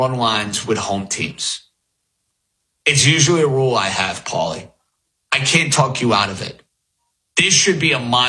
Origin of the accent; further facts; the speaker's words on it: New York, United States; I just sit here and I have a pretty face and I talk to you and I'm loud and I'm from New York and that's what we do.